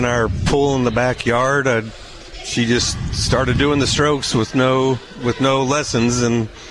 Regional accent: Toluca, Illinois, United States; also born or lived in Peoria, Illinois; I was born in Peoria, but drew up in Toluca.

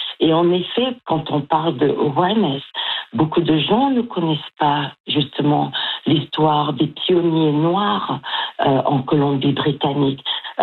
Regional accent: Cameroon; now in Victoria, Canada; Et je leur disais « Je viens du Cameroun. » Mais c'était tout le temps très étrange de rencontrer une personne noire dans les rues de Victoria.

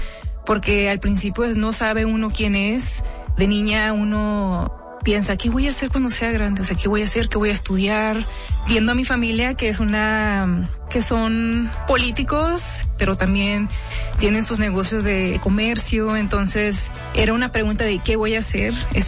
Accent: Mexico; son personas de que son de Chihuahua, o sea, son características de lo que somos, mexicanos.

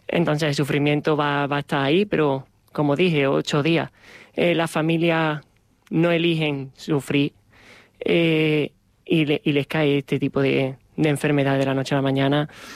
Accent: Montefrío, Andalusia, Spain; moved away as an adult; now in Talavera de la Reina, Spain; Voy a Montefrío. Al final yo soy de allí, yo aquí llevo 10 añitos.

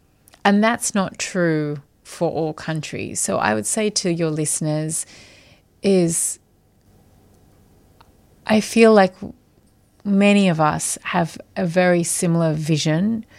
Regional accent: Australia; I would say that in a country like Australia, and I am Australian, although I live overseas, we are a lucky country in some ways.

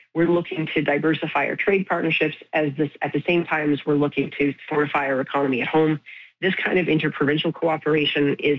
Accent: Cape Breton, Nova Scotia, Canada; and I'm from the East Coast too. I'm from Cape Breton. I'm used to living in a place where everybody kind of thinks you grow up and you leave.

